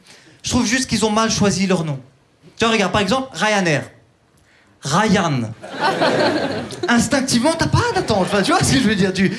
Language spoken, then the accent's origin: French; Turkey; Non, sérieusement, ouais, non, je suis turc, mais je sais pas si vous l'aviez deviné comme ça.